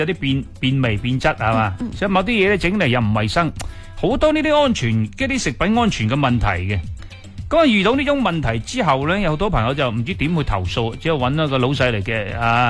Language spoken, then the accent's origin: Cantonese; Guangdong, China; 我哋广东人系中国人